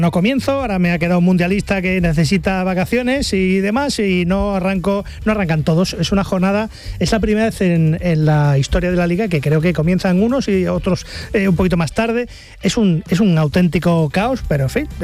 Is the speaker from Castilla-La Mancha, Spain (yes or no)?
no; Úbeda, Andalusia, Spain; moved away; he estado en mi pueblo, en Úbeda. Soy natural de Úbeda